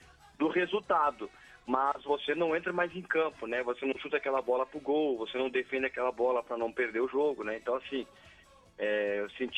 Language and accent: Portuguese; Rio Grande do Sul, Brazil; moved away; Então, eu saí do Sul, né? Saí do Rio Grande do Sul, fiz pouco tempo de base no Grêmio. Depois eu fui jogar pelos times do interior do Rio Grande do Sul